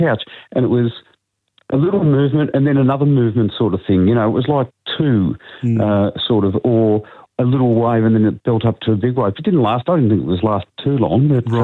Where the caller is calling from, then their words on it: Reservoir, Victoria, Australia; Reservoir.